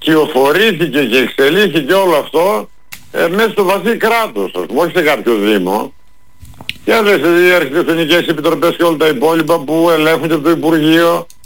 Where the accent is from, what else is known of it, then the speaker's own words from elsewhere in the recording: Macedonia, Greece; Τη Χαλκιδική την ξέρω λίγο καλύτερα από εκείνο, ως Μακεδόνας.